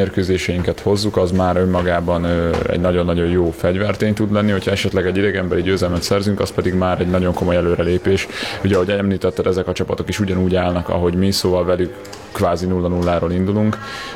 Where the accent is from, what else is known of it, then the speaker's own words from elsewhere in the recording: Hungary; Együtt dolgozunk, egy a célunk, magyarok vagyunk, és ez az identitásunk sokkal erősebb, mint az, hogy köztünk bármi ellentét legyen.